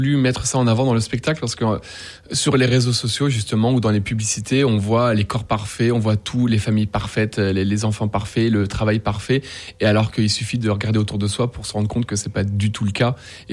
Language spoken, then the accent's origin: French; Paris, Île-de-France, France; Quand on vient de Paris, ça fait bizarre.